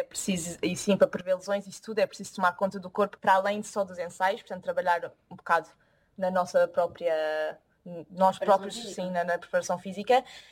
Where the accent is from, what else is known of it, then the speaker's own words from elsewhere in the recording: Portugal; moved away; also born or lived in Germany; quando fui para a Alemanha, que foi a primeira vez também que saí de Portugal